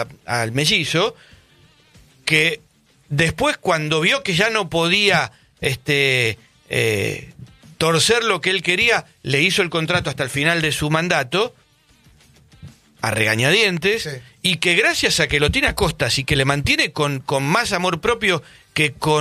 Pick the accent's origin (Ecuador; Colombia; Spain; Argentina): Argentina; Buenos Aires Province; born there; Cuando viene alguien que no es de la provincia de Buenos Aires, donde nacimos todos los que no somos porteños